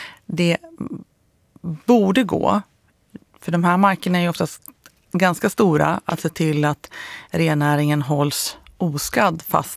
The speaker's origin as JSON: {"language": "Swedish", "region": "Jämtland County", "country": "Sweden", "tie": "born or raised there"}